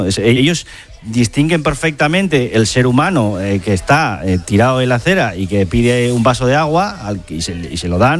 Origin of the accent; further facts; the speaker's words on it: Spain; es algo de lo que sentirnos orgullosos como españoles.